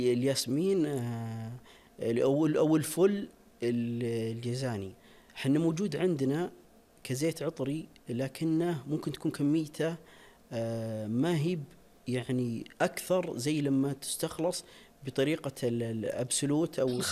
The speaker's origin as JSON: {"language": "Arabic", "region": "Najd", "country": "Saudi Arabia", "said": "انتشر الخزامة عندنا في نجد"}